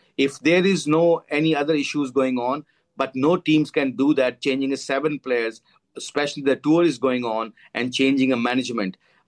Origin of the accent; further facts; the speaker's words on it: Pakistan; English is a second language; So I'm hurt as an ex-cricketer, as a Pakistani.